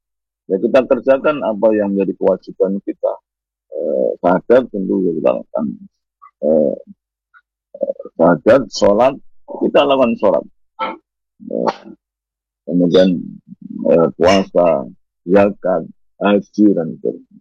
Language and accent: Indonesian; Java, Indonesia; first language Javanese; Indonesian is a second language; kita di Jawa ini dengan bahasa ibunya, bahasa Jawa.